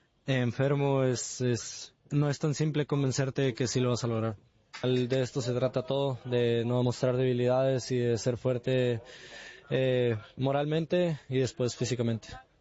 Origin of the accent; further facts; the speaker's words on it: Mexico; yo también nunca esperé ser amigo de un esloveno siendo mexicano